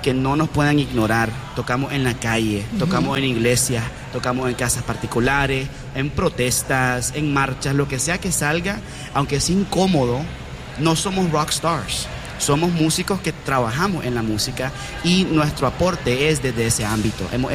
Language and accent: Spanish; Managua, Nicaragua; soy cuarta generación en la colonia, entonces todos me conocen, todos saben que soy el hijo de Osvaldo, el nieto de Oscar. Entonces yo era de esos niños cage free que iba del tumbo al tambo en mi área de Managua